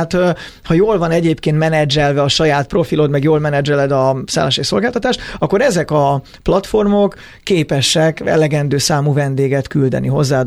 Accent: Hungary

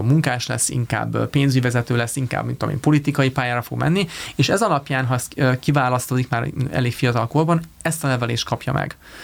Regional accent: Hungary; most ilyen magyarként másképp gondolkodunk, mint szingapúriként

